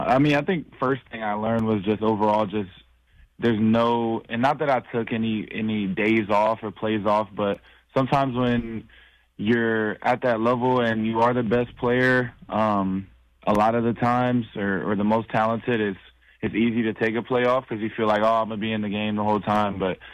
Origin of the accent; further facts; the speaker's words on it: Midwest, United States; I'm from the Midwest, like you said, but I'm not used to all the hills and stuff.